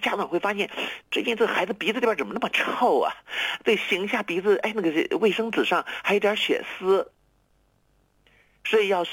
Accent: China; 我们中国人

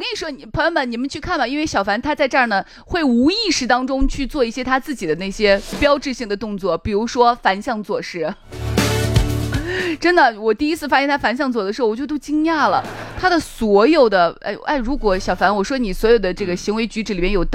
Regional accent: Shaanxi, China; 我们陕西人

